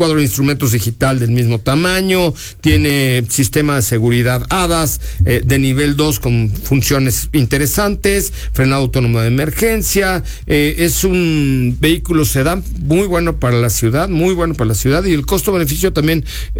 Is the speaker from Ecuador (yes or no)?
no; Mexico City, Mexico; de la Ciudad de México.